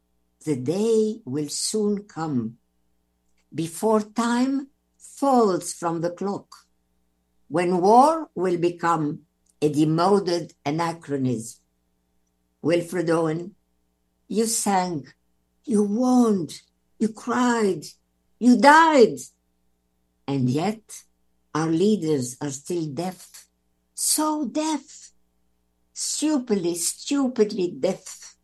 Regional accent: Cairo, Cairo Governorate, Egypt; moved away; I was born in Cairo, and I went to a wonderful school called Alvernia English School for Girls in Zamalek in Cairo.

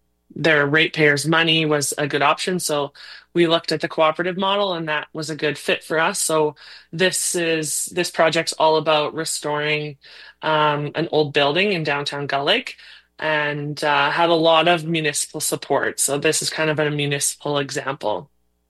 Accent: Hazelet, Saskatchewan, Canada; I started out in my hometown of Hazelet, and I've contracted to several other communities since then.

